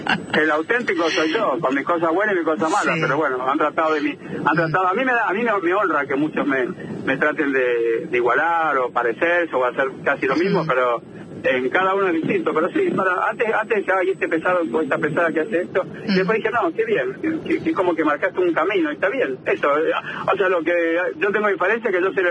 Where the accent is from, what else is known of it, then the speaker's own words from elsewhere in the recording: Mendoza, Argentina; Mi familia es de Buenos Aires, pero nosotros nacimos en Mendoza por esas circunstancias de la vida, porque papá y mamá son de Buenos Aires.